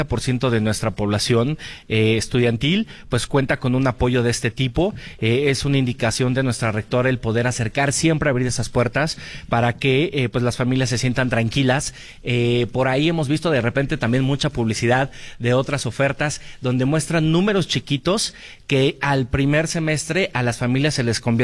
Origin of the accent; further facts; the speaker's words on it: Puebla, Mexico; es importante que estemos como poblanos sumados en las mismas causas